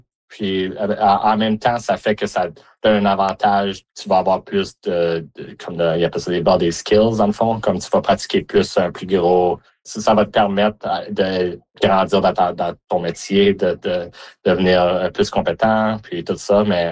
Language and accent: French; Mont-Laurier, Quebec, Canada; now in Alberta, Canada; Originalement, je viens du Québec, de Mont-Laurier. Puis, on a déménagé, moi et ma famille, en 2006. Puis, ça va faire ça bientôt 20 ans que je suis en Alberta.